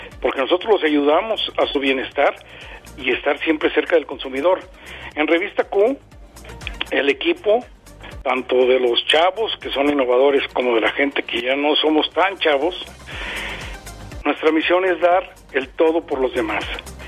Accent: Mexico; somos los mexicanos líderes

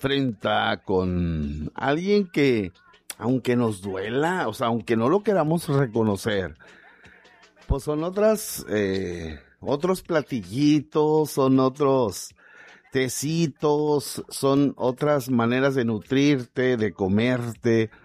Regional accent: Mexico

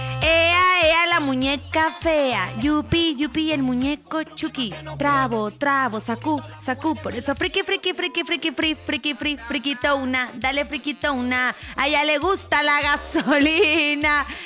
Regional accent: San Pedro Garza García, Nuevo León, Mexico; born there; Sí nací ahí, en San Pedro Garza García, pero por chiripa, güey.

